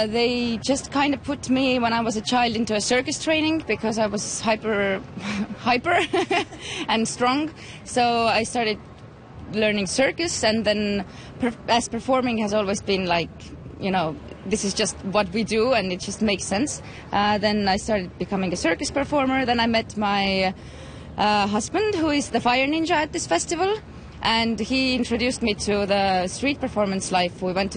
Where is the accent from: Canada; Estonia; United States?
Estonia; I'm a circus performer and a street performer, and I come from Estonia.